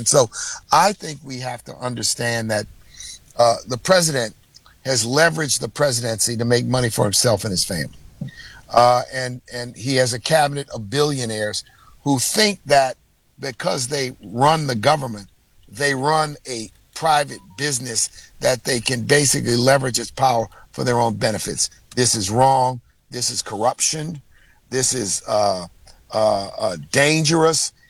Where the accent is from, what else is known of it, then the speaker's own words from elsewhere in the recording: Louisiana, United States; Louisiana, my home state.